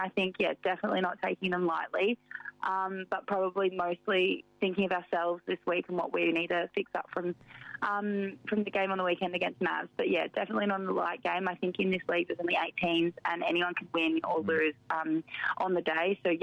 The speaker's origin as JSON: {"language": "English", "region": "Victoria", "country": "Australia", "said": "And back in Victoria, my home state, so I had lots of friends and family there"}